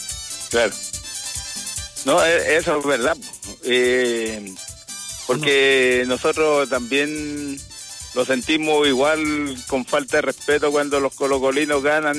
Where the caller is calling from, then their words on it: Caldera, Atacama, Chile; están cayendo goterones aquí en Caldera, Juanito.